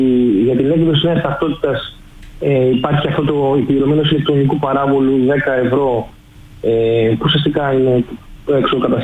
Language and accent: Greek; Greece; ως Έλληνες